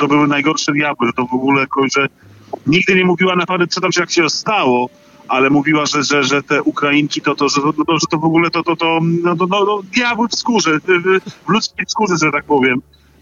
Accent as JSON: {"language": "Polish", "town": "Warsaw", "region": "Masovian Voivodeship", "country": "Poland", "tie": "born there", "said": "jestem Polakiem, urodziłem się w Warszawie, kocham Polskę"}